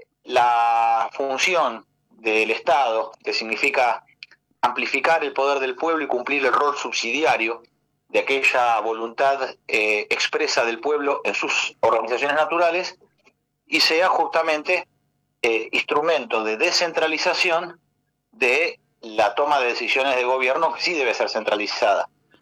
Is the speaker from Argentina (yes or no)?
yes; Argentina; la mayoría somos los argentinos que sí tenemos sentimiento patrio